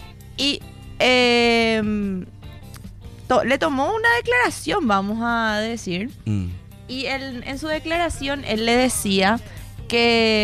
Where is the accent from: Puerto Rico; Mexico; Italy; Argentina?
Italy; now in Paraguay; soy extranjero de Italia. Hace 2 años estoy en Paraguay.